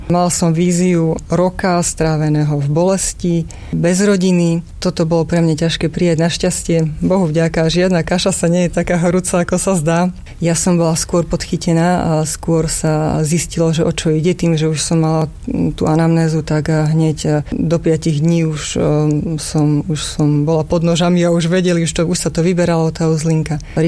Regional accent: Prešov, Prešov Region, Slovakia; Mňa už vlastne nechceli liečiť ani v Prešove, odkiaľ pochádzam, ani v Košiciach

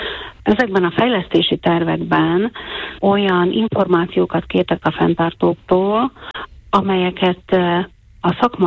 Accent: Košice Region, Slovakia; én Bodrogközből származom

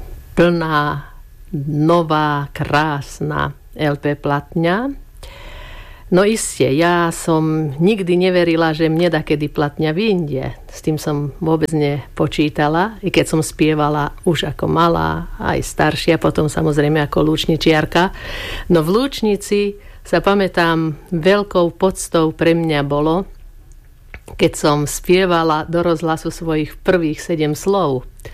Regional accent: Žilina Region, Slovakia; born there; moved away; nedaleko od môjho rodiska boli a sú tie krásne roháče.

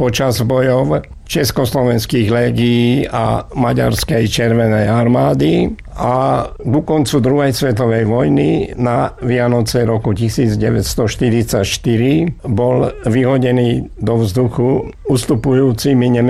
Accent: Šahy, Nitra Region, Slovakia; born or raised there; moved away; also born or lived in Bratislava

